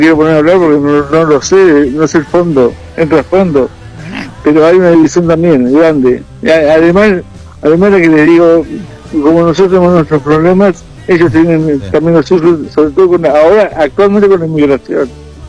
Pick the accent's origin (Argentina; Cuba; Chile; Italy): Argentina; Recién me dice, ¿pero de dónde sos? De Argentina.